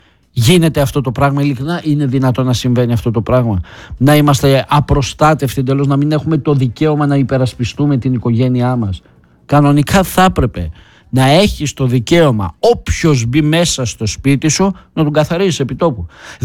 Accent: Greece

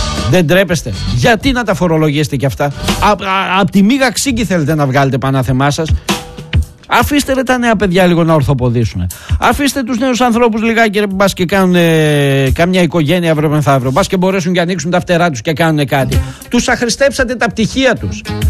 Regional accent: Greece; Εγώ ντρέπομαι που είμαι Έλληνας

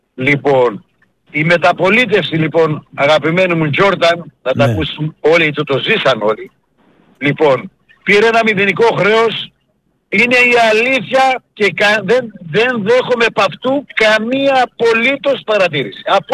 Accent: Drama, Eastern Macedonia and Thrace, Greece; also born or lived in Dipotamo; Εγώ είμαι από το Διπόταμο, η καταγωγή μου από εκεί είναι. Αλλά σε μικρή ηλικία έφυγα, ήρθα στη δράμα.

